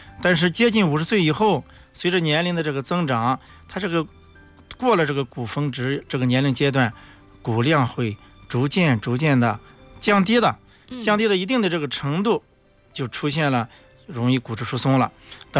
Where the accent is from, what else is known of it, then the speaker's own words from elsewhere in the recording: China; 对于我们中国人来讲